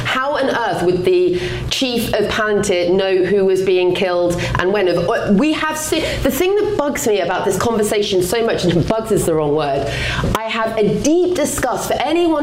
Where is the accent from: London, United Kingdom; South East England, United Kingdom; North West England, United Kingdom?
London, United Kingdom; moved away; as a Londoner myself, no, I don't want, if I was living in London right now